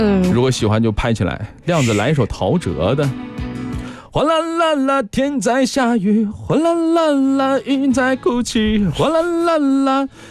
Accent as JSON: {"language": "Chinese", "town": "Tongyu", "region": "Jilin", "country": "China", "tie": "born or raised there", "moved": "yes", "lives_now": "Guangdong, China", "said": "你知道我这个在东北长大的娃儿"}